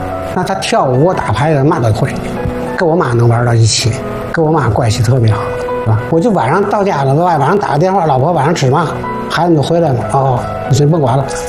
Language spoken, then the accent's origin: Chinese; Tianjin, China; 我住在塘沽，土生土长塘沽人，海边上长大。